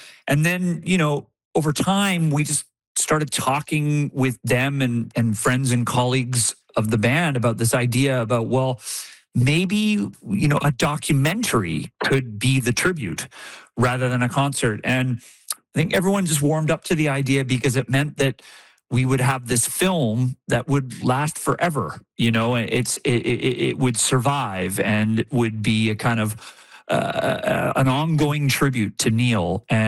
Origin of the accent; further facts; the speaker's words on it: Victoria, British Columbia, Canada; I've been a … fan since I was a teenager growing up in Victoria, BC.